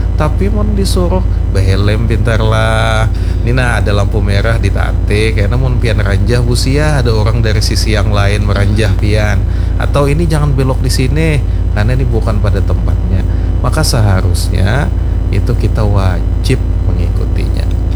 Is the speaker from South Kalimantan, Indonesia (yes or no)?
yes; Banjar, South Kalimantan, Indonesia; kita ini sebenarnya orang Banjar ini dikenal secara budaya itu sangat agamis.